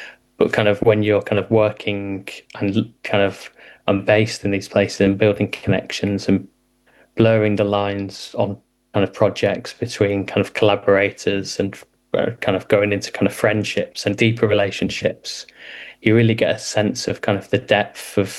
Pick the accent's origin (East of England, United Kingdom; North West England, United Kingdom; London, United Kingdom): North West England, United Kingdom; I'm originally from Lancashire as well, so kind of my art's kind of taken me all around the country, but it's kind of really nice to kind of land back in to kind of the place I grew up in as well